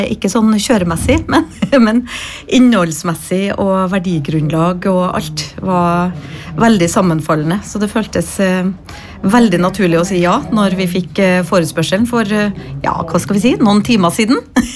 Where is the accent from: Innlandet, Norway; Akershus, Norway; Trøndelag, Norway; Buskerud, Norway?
Trøndelag, Norway; Så selv om vi er trøndere begge